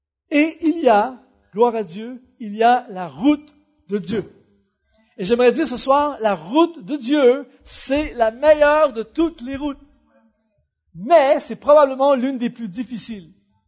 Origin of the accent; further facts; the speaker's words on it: Canada; chez nous au Canada